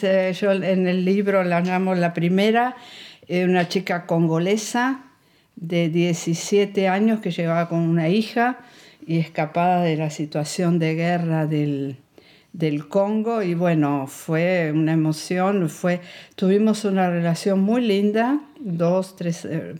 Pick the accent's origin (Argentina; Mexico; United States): Argentina; moved away as an adult; now in Belgium; yo soy argentina, soy abogada y llegué a Bélgica en el año 2000 con mi marido, que tenía un trabajo en la Comisión Europea.